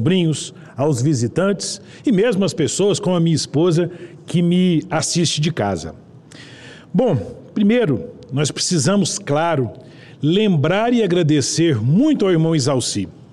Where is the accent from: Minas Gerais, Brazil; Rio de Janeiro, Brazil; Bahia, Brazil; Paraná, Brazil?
Minas Gerais, Brazil; Araxá; born there; also born or lived in Paracatu; Eu precisei migrar de uma cidade para outra, nasci em Araxá, fui morar em Paracatu.